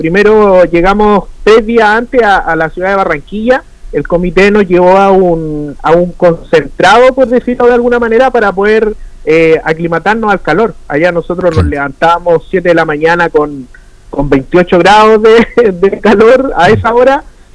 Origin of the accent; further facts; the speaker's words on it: Peralillo, O'Higgins, Chile; yo, que soy de Peralillo